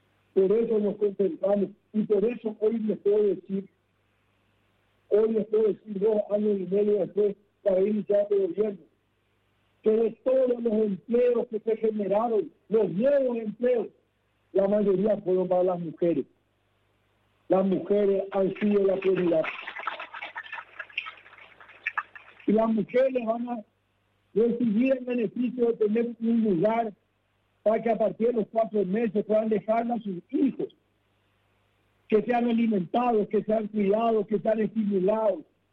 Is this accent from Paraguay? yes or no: yes; Paraguay